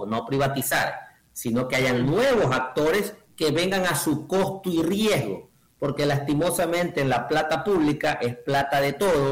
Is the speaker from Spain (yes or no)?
no; Ecuador; somos ecuatorianos